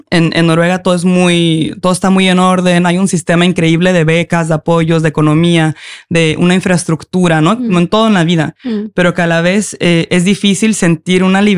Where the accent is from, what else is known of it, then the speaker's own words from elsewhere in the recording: San Cristóbal de las Casas, Chiapas, Mexico; moved away as an adult; now in Norway; mi papá, que es de Camerún, yo nazco, y cuando tengo menos de 2 años se regresa a México conmigo. Entonces crecí en México con mi mamá, entonces el lugar en el que más he estado, donde pasé toda mi infancia, es en México, en San Cristóbal de las Casas.